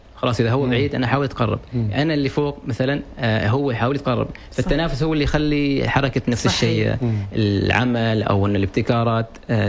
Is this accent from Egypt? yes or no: no; Oman; إحنا كفريق عمانيين.